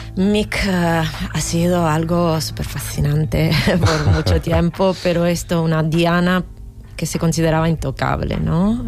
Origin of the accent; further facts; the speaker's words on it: Italy; Spanish is a second language; Y perdóname, yo soy italiana